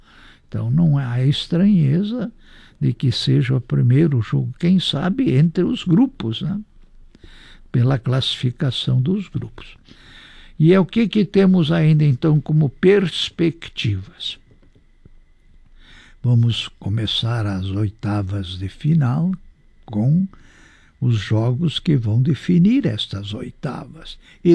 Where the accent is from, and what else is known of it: Brazil